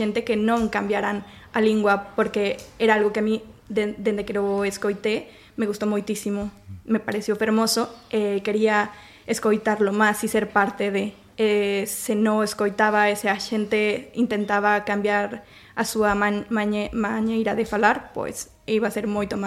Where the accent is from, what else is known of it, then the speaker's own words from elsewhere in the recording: Mexico; Galician is a second language; Eu son mexicana.